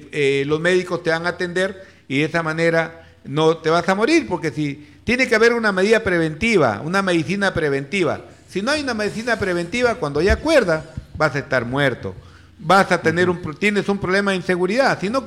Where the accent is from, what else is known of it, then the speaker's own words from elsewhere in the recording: Olmos, Lambayeque, Peru; mi pueblo de Olmos, especialmente las zonas rurales y la ciudad.